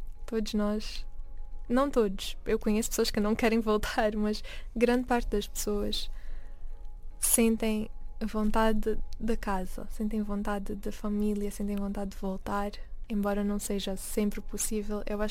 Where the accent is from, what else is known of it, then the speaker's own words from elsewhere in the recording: Maputo, Mozambique; now in Portugal; eu aprendi a chamar Portugal a casa, de certo modo. Não é o mesmo significado de casa quando eu falo de Maputo